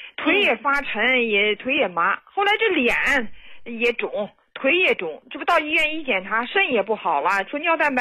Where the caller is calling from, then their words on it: Hebei, China; 我是河北的，